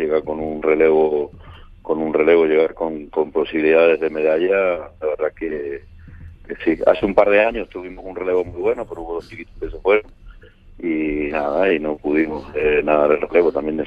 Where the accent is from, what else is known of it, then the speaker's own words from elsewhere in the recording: Argentina; argentino